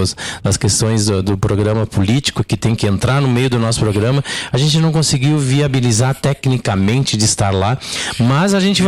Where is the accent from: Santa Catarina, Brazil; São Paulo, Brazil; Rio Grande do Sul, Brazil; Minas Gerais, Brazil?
Rio Grande do Sul, Brazil; Que mensagem bonita nesse nosso Rio Grande.